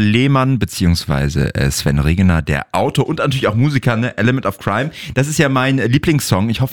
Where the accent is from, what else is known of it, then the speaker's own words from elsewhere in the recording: Delmhorst, Lower Saxony, Germany; Hinter Huchting kommt ein Graben und dann kommt Delmhorst.